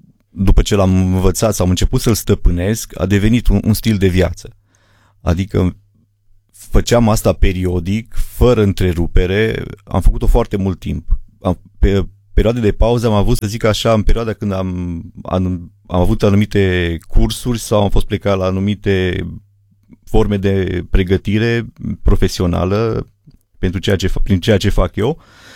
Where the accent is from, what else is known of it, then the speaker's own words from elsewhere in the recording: Livezile, Bistrița-Năsăud, Romania; Eu sunt din Livezile, aici aproape de Bistrița.